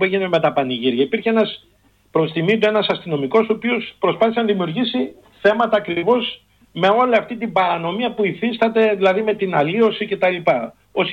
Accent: Florina, Western Macedonia, Greece; also born or lived in Froni; Επειδή εγώ γεννήθηκα και μεγάλο στη Φλόρινα

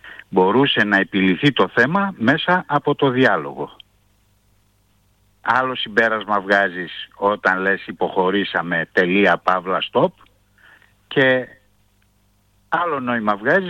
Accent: Greece; Μήπως μας συμφέρει να υπάρχει εμάς σαν Έλληνες αυτό το τουρκο-λιβικό μνημόνιο?

